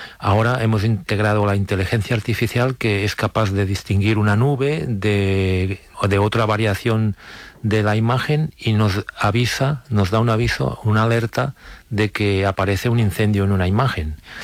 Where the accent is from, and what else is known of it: Sant Sadurní d'Anoia, Catalonia, Spain